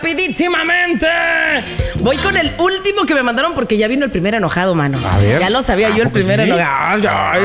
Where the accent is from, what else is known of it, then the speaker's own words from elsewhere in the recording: Mexico; ando en bien empoderada mexicana ahorita